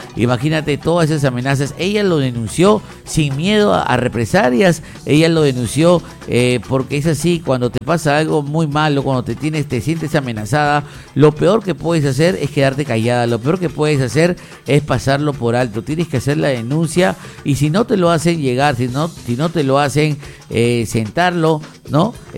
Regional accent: Peru; ciudadano responsable que somos todos los peruanos

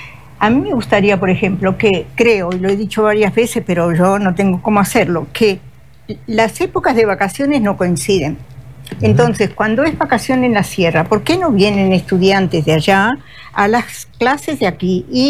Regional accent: Uruguay; moved away as an adult

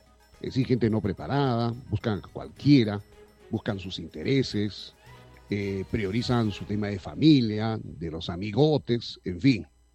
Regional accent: Peru; deberíamos los peruanos que hemos vivido aquellas épocas terribles de las crisis

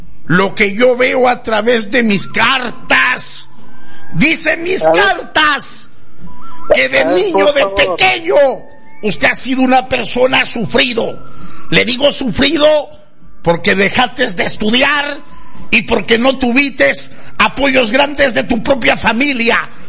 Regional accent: Veracruz, Mexico

